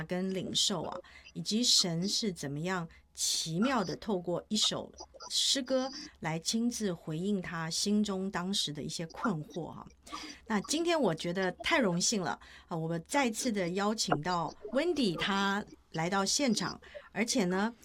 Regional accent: Taiwan; 竟然有跟我一样来自台湾的这个同乡哦

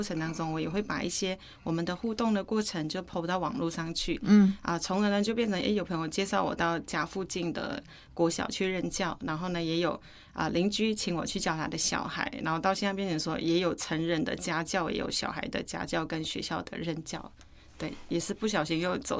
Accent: Northern Thailand, Thailand; Chinese is a second language; now in Taiwan; 我说我是泰国人啊，是泰国北部。

